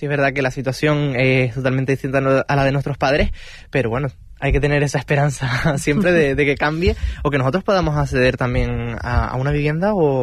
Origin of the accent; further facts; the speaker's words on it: La Orotava, Canary Islands, Spain; los que somos de la Orotava, que lo conocíamos